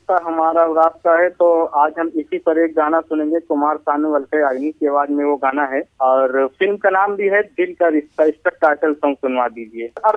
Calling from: Prayagraj, Uttar Pradesh, India; प्रयागराज के रहने वाले हैं

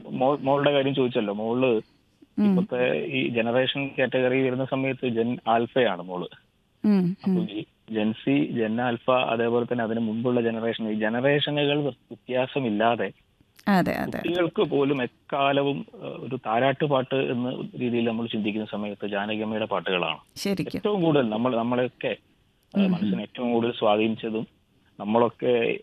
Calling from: Ekarool, Kerala, India; ബാലുശ്ശേരിക്ക് അടുത്ത് എഗരൂരാണ് സ്ഥലം.

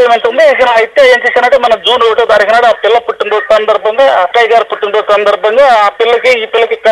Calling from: Machilipatnam, Andhra Pradesh, India; Sir నేను కృష్ణా జిల్లా మచిలీపట్నం నుంచి మాట్లాడుతున్నాను.

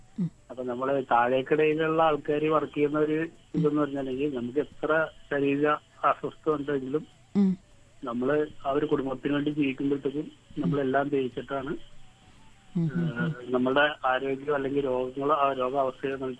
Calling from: Eloor, Kerala, India; ഞാൻ ഏലൂരിൽ നിന്നാണ്.

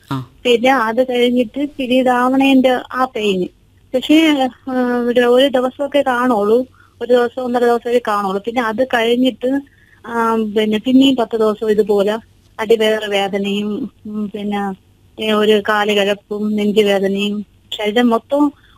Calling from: Thiruvananthapuram, Kerala, India; ഞാൻ തിരുവനന്തപുരത്തു നിന്നാണ് താമസിക്കുന്നത്.

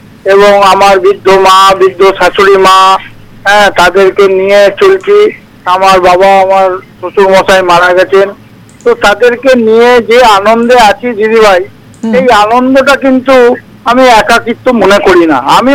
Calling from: Budbud, West Bengal, India; আমি পশ্চিমবঙ্গের পূর্ব বর্ধমান জেলার বুধবুধ থেকে

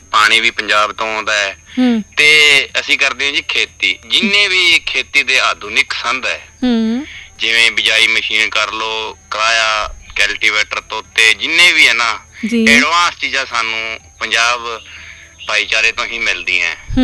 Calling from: Sri Ganganagar, Rajasthan, India; ਸਾਡਾ ਜ਼ਿਲ੍ਹਾ ਸ੍ਰੀ ਗੰਗਾਨਗਰ ਰਾਜਸਥਾਨ ਤੋਂ ਬੋਲਦੇ ਹੈ

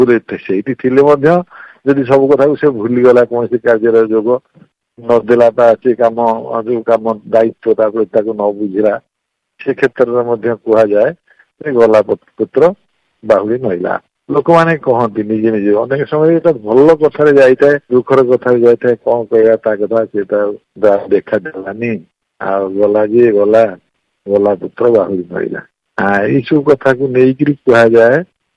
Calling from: Cuttack, Odisha, India; ମୁଁ କଟକରୁ କହୁଛି।

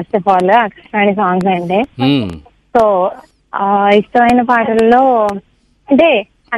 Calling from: Bhimavaram, Andhra Pradesh, India; నేను భీమవరం నుంచి మాట్లాడుతున్నాను.

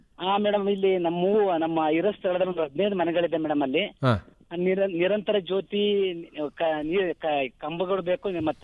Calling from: Karnataka, India

